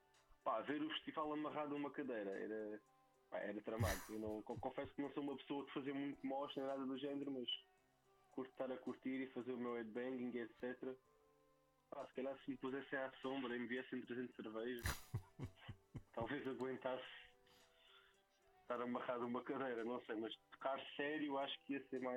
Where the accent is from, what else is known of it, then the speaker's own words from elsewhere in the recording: Portalegre, Alentejo, Portugal; now in Évora, Portugal; nós somos de Évora, mas eu sou de Porto Alegre, apesar de viver já cá em Évora há 10 anos.